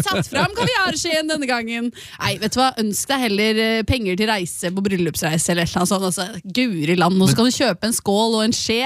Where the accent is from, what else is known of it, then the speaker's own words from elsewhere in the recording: Bærum, Akershus, Norway; Noen ganger skjønner jeg at jeg er fra Bærum